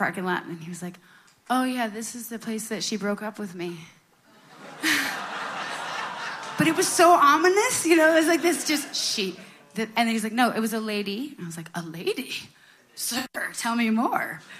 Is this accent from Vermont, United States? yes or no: yes; Vermont, United States; Growing up in Vermont, I did not like jam bands.